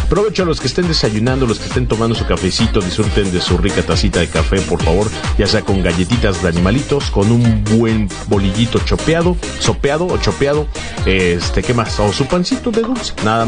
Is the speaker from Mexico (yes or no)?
yes; Mexico